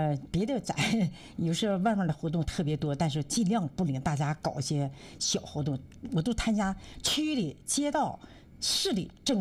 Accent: Dalian, Liaoning, China; 我是大连人，

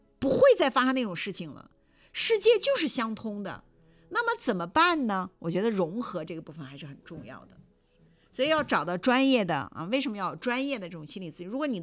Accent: China

